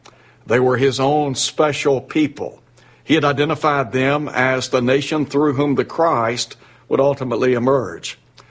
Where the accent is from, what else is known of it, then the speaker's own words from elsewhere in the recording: United States; we're still American people. We are citizens in this country.